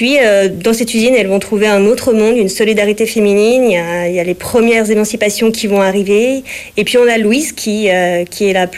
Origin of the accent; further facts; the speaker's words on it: Fécamp, Normandy, France; moi je suis née à Fécamp